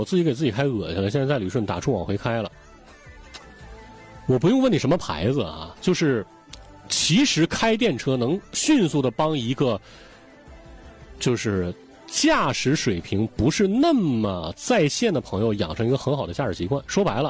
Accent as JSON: {"language": "Chinese", "town": "Anshan", "region": "Liaoning", "country": "China", "tie": "born or raised there", "moved": "yes", "said": "我的老家是鞍山"}